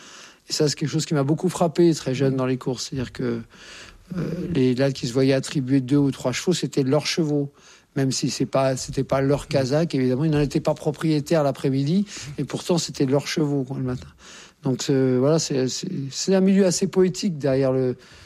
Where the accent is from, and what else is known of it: Courbevoie, Île-de-France, France; born there